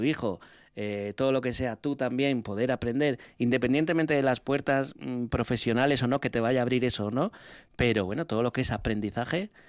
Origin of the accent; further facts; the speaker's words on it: Andalusia, Spain; now in Basque Country, Spain; Y yo soy muy de mi tierra, soy andaluz.